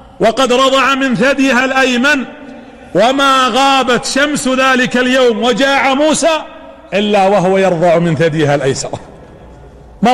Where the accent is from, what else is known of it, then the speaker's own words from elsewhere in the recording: Saudi Arabia; هي ليست عندنا في السعودية